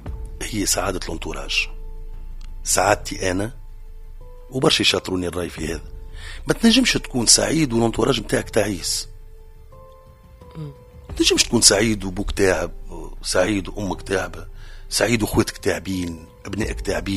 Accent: Tunisia; مولود في تونس، مواطن تونسي، اب لزوز ابناء فاطمه وادم.

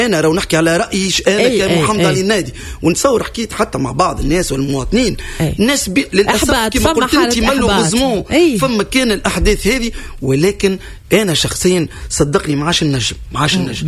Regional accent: Tunisia; أنا قبل ما نكون فنان أنا مواطن تونسي، مواطن تونسي ديجا قاعد نعيش في غلبة في الشارع

